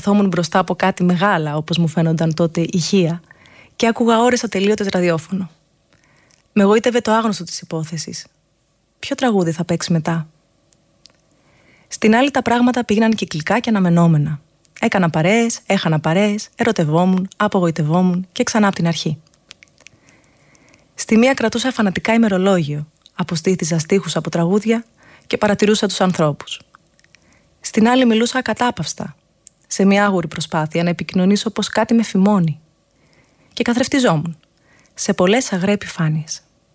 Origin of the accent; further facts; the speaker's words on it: Agios Stefanos, Attica, Greece; also born or lived in Athens; Γεννήθηκα στην Αθήνα το 1985 και μεγάλωσα στον Άγιο Στέφανο.